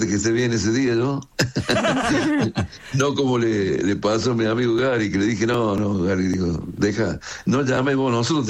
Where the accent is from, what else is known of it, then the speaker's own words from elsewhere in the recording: Córdoba, Argentina; Sí, por supuesto, no, soy de Córdoba, a muerte.